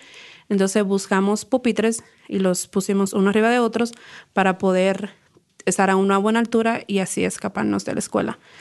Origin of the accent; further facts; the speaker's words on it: Dominican Republic